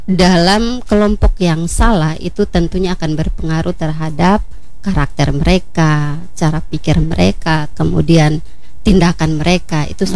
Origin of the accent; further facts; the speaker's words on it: Malaka, East Nusa Tenggara, Indonesia; khususnya yang di Malaka dulu ya, karena saya dari Malaka.